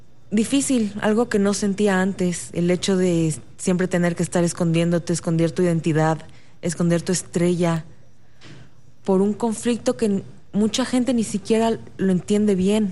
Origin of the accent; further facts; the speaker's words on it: Mexico; nuestro eslogan como mexicano es el derecho, el respeto ajeno es la paz.